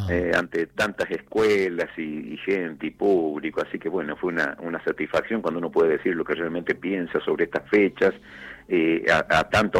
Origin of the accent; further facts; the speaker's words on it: Villa Mercedes, San Luis, Argentina; yo soy Villa Mercedino, sanluiseño.